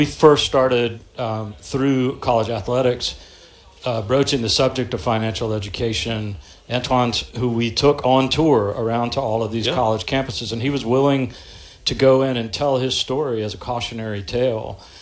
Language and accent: English; Columbus, Mississippi, United States; I grew up in Columbus, Mississippi.